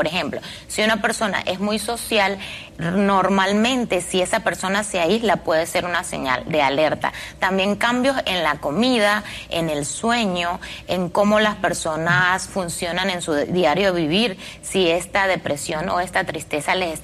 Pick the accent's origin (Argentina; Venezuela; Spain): Venezuela; moved away as an adult; also born or lived in New York; now in Miami, United States; yo soy venezolana y me gradué en Venezuela